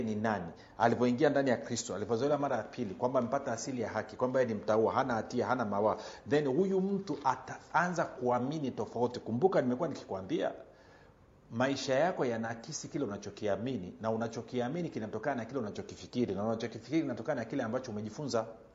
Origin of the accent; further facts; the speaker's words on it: Kilimanjaro, Tanzania; Kule kwetu Uchagani, sehemu moja Machame